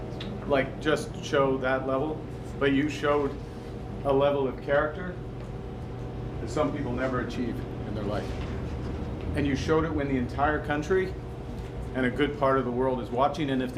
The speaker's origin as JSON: {"language": "English", "country": "Canada", "said": "I couldn't be prouder as a Canadian, and on behalf of all Canadians"}